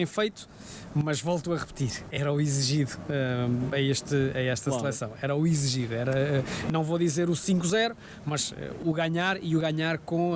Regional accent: Portugal

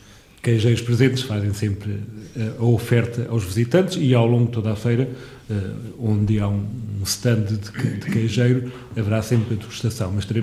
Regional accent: Soalheira, Centro, Portugal; Quando nós dizemos que somos da Soalheira, toda a gente diz a terra do queijo ou a terra do bom queijo.

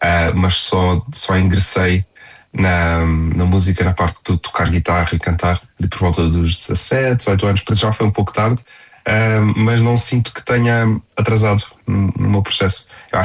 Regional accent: Portugal; eu sei que tu és português, eu também

